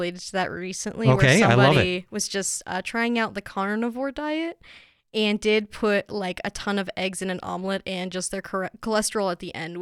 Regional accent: Colorado, United States; So I'm born and raised in Colorado my whole life.

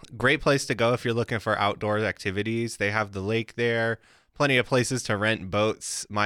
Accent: Austin, Texas, United States; moved away; I am from Austin, Texas.

